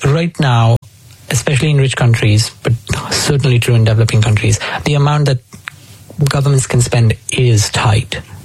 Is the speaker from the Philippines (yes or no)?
no; India; born or raised there; moved away as an adult